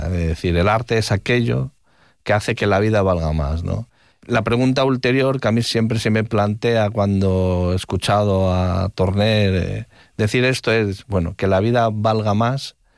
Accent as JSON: {"language": "Spanish", "town": "Madrid", "region": "Community of Madrid", "country": "Spain", "tie": "born or raised there", "said": "la Plaza de los Cubos para mí es un referente como madrileño desde mi infancia."}